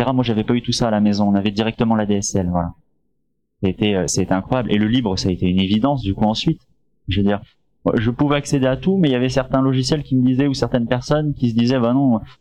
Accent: Rennes, Brittany, France; Alors, moi, du coup, je viens de Rennes, en France. Où, voilà, la capitale de la Bretagne.

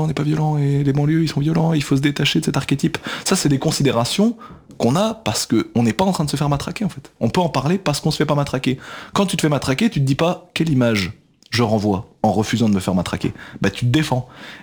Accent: Belgium; now in Paris, France; moi, je suis pas français à la base, je viens de Belgique. Et je suis arrivé à Paris

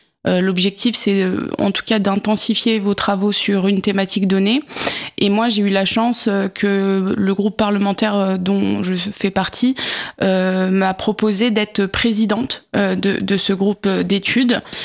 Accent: Étain, Grand Est, France; moved away as an adult; now in Lyon, France; Moi, j'ai commencé au conseil municipal des jeunes de ma petite ville de Meuse à Étain, dont je suis originaire, puisque je suis partie de la Meuse après mon baccalauréat pour faire mes études à Lyon.

